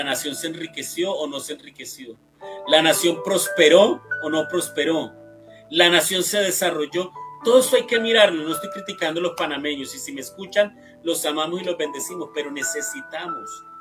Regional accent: Colombia; yo soy de Colombia

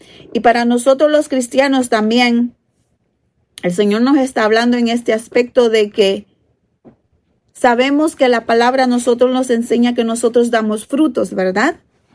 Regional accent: El Salvador; moved away as an adult; now in United States; Cuando yo vine de El Salvador a mis 19 años

